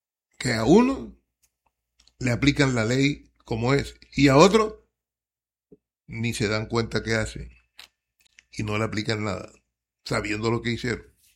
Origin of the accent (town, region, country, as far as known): Colombia